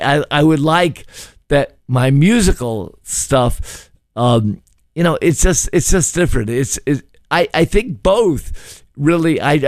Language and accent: English; Chicago, Illinois, United States; growing up in Chicago, I'm not Polish